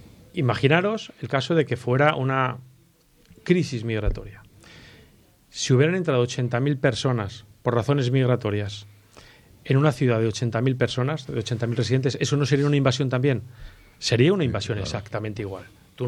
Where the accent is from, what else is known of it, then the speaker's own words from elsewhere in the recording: Spain; yo soy español